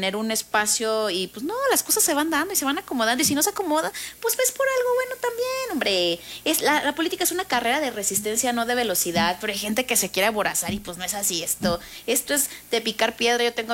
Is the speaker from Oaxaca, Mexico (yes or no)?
no; La Piedad, Michoacán, Mexico; yo, por ejemplo, soy de La Piedad, saludos hasta La Piedad, por cierto.